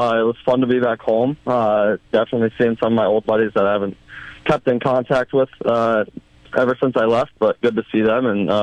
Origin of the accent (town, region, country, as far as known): Pierre, South Dakota, United States; born or raised there; moved away